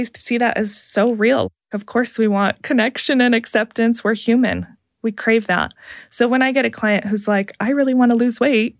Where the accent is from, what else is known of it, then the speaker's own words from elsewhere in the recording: Pacific Northwest, United States; I grew up in the Northwest, and I remember we would come to visit Utah